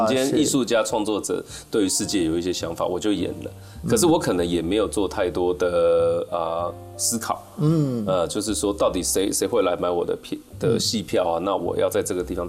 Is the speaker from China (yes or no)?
no; Chiayi, Taiwan; 我就是想在我的家乡做。